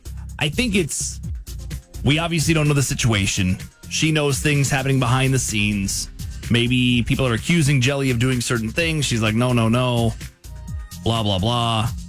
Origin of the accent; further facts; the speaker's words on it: Essexville, Michigan, United States; Probably his first time in Essexville. Not a lot of people going to my hometown.